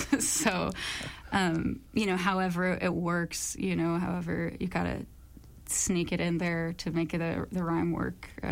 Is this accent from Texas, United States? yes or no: no; New York, United States; growing up in New York